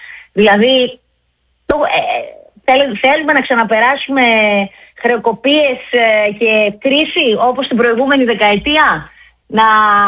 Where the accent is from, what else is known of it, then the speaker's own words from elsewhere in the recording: Grevena, Western Macedonia, Greece; στην περιοχή των Γρεβενών, για παράδειγμα, που είναι το χωριό μου